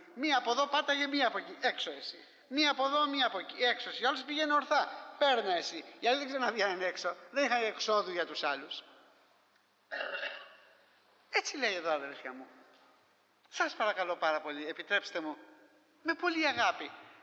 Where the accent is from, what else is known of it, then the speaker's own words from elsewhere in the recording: Corfu, Ionian Islands, Greece; Σας ξανά έλεγα ότι στην Κέρκυρα, στην πατρίδα μου, όταν είμαστε παιδιά, ερχόταν συνεχώς ο Αγγλικός στόλος.